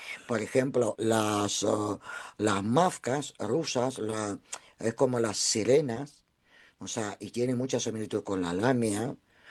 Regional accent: Cantabria, Spain; como yo soy cántabra, la mitad cántabra y la mitad eslava

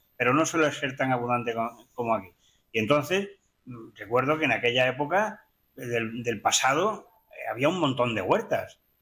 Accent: Valencia, Valencian Community, Spain; now in San Fernando, Spain; yo procedo de Valencia

